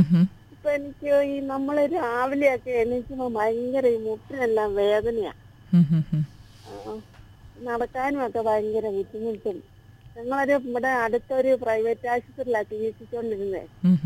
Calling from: Kottayam, Kerala, India; ഞാൻ കോട്ടയത്ത് നിന്നാണ് വിളിക്കുന്നത്.

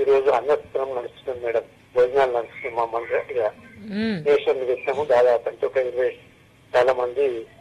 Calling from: Nizamabad district, Telangana, India; మాది నిజామాబాద్ జిల్లా శ్రీకొండ మండలం నుంచి మాట్లాడుతున్నాను మేడం.

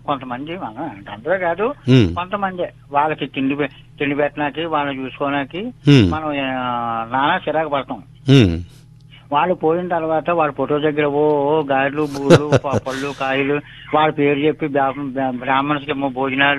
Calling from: Kakinada district, Andhra Pradesh, India; మాది కాకినాడ జిల్లా దుర్గారావు అనవరం దగ్గర సార్.

